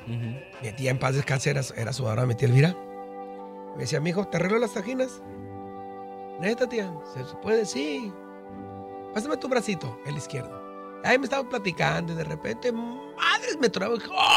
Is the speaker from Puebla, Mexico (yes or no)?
no; Tijuana, Baja California, Mexico; Yo soy tijuanense, allá en la vivíamos en La Libertad.